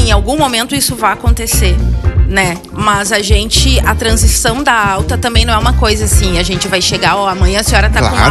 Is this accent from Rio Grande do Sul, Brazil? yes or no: yes; Santa Maria, Rio Grande do Sul, Brazil; now in Rio Grande, Brazil; eu sou de Santa Maria